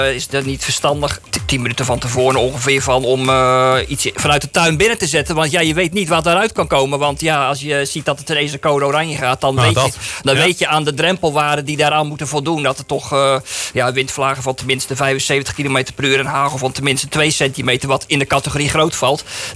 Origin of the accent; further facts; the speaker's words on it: South Holland, Netherlands; Onder andere ook over waar ik vandaan kom. Bij het dorp naast Papendrecht.